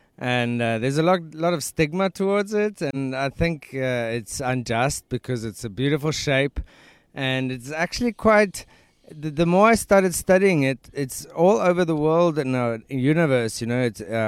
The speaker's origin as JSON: {"language": "English", "town": "Johannesburg", "region": "Gauteng", "country": "South Africa", "said": "we're from Joburg"}